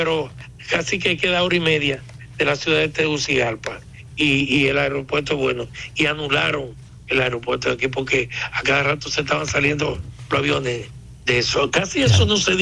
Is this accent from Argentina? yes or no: no; Dominican Republic; nosotros como República Dominicana